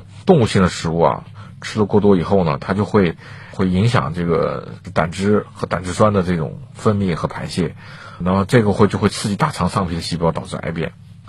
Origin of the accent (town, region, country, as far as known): China